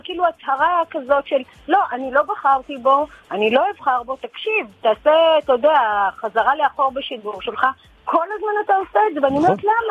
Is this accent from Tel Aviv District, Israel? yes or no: no; Central District, Israel; מאזור השרון.